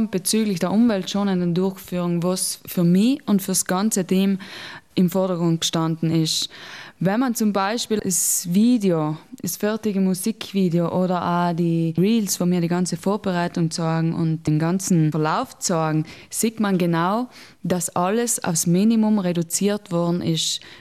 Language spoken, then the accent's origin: German; Trentino-Alto Adige, Italy; Ich bin ja Südtirolerin, ich komme aus dem Wipptal